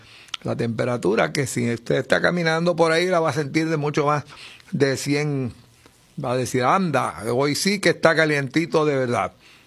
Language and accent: Spanish; San Sebastián, Puerto Rico; mi pueblo de San Sebastián de las Vegas del Pepino